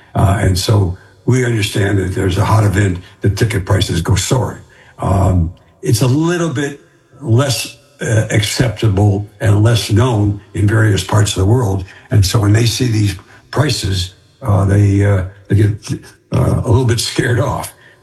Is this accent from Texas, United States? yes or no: no; Detroit, Michigan, United States; No, I grew up in the Midwest in the 50s and early 60s.